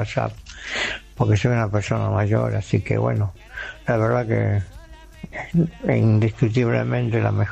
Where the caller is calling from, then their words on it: Lomas de Zamora, Buenos Aires Province, Argentina; de Loma de Zamora, Buenos Aires.